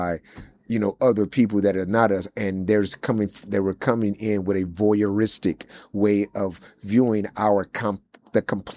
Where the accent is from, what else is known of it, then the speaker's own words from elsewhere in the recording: St. Louis, Missouri, United States; And I grew up in St. Louis. St. Louis is full of a lot of love, a lot of great people